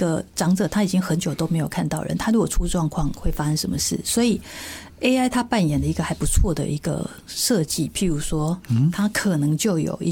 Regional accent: China; 我们中国人有句古话嘛，哦、那个酒逢知己千杯少嘛，话不投机半句多。

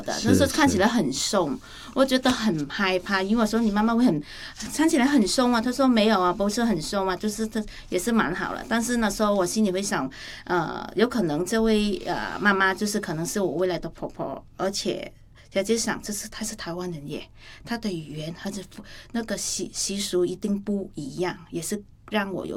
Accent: Vietnam; Chinese is a second language; 是因为我们越南人是比较喜欢吃辣和酸的食物，

